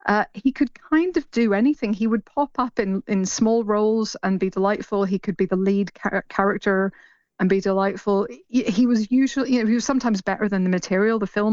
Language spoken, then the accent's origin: English; Northern Ireland, United Kingdom; as another Northern Irish person